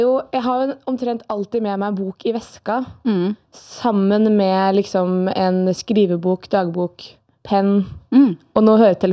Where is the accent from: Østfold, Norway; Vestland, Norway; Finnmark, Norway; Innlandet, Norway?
Innlandet, Norway; Elverum; moved away as an adult; now in Trondheim, Norway; Jeg er 24 år. Jeg kommer fra Elverum. Har akkurat flyttet til Trondheim for å prøve meg på medisinstudiet.